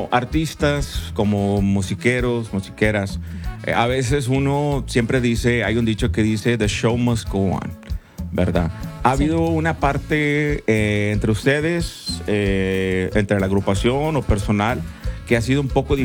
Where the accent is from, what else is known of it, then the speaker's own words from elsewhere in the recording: Gustavo Díaz Ordaz, Tamaulipas, Mexico; moved away; Yo soy originario de Díaz Ordaz, Tamaulipas.